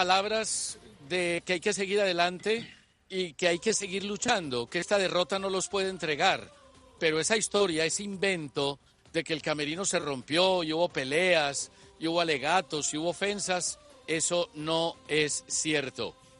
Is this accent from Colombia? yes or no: yes; Colombia; Yo la verdad es que no entiendo a mi pueblo, no entiendo a mi Colombia querida.